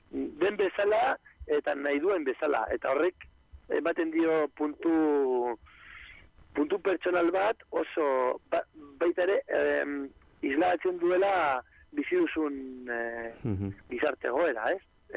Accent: Bilbao, Basque Country, Spain; Osea, ni bilbotarra naiz eta kolorea hau ikusten dut, egunero.

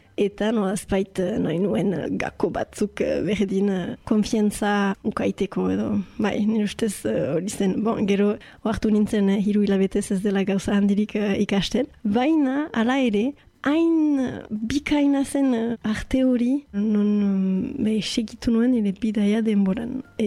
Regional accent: Bayonne, Nouvelle-Aquitaine, France; Baionakoa naiz, eta bon, oztakit importantea den, ogoita amabost urte ditut.

